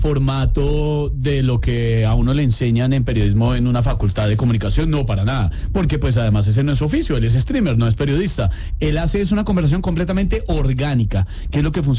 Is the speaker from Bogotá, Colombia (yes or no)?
yes; Bogotá, Colombia; accent: rolo; que se me salía mucho dos dejes, de dos cositas que uno habla mucho como rolo.